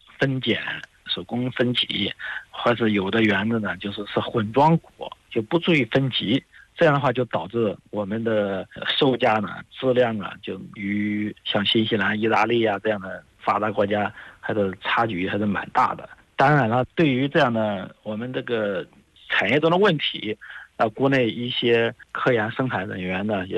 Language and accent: Chinese; China